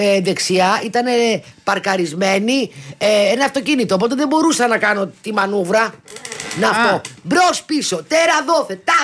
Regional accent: Kypseli, Attica, Greece; Επειδή γεννήθηκα και ανδρώθηκα στην Κυψέλη, το βάζω το αμάξι.

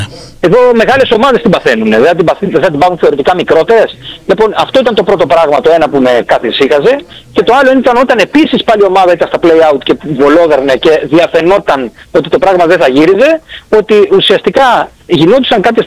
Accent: Chania, Crete, Greece; Δεν μιλάω σαν Χανιώτης αυτή τη στιγμή

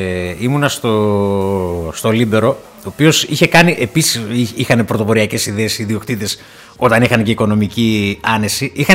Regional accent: Greece

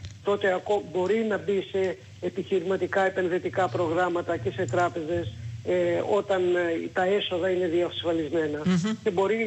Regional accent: Greece; πρέπει όλοι μαζί είμαστε Έλληνες

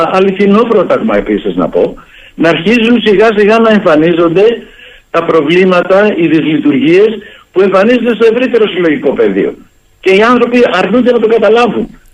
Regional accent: Greece

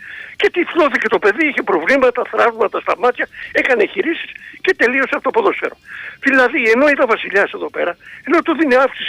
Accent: Attica, Greece; από τα Βόρεια Προάστια.

